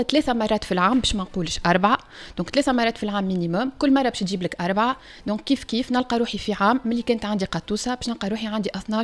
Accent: Tunisia; عندنا في تونس

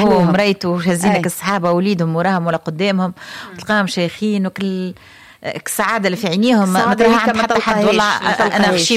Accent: Sfax, Sfax Governorate, Tunisia; born there; انا مولوده في صفاقس ونعرف صفاقس نعرف عندي برشا صحابي من صفاقس

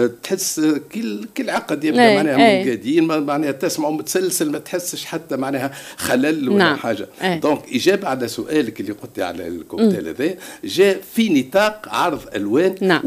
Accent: Kairouan, Kairouan Governorate, Tunisia; لما كان عمري في 12-10 سنوات كاكا كنت عندنا في القيروان

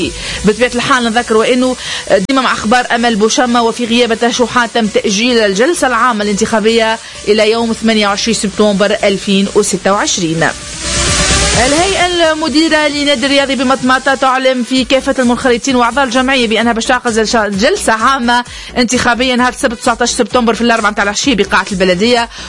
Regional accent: Tunisia; بلادنا تونس

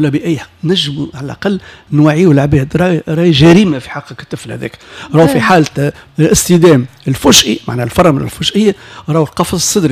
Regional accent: Tunisia; كما عندنا في تونس

